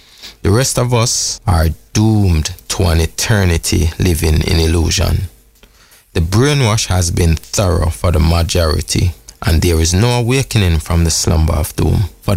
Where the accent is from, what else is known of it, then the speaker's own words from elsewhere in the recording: Jamaica; I am from Jamaica. We grew up looking at people of African descent in positions of leadership.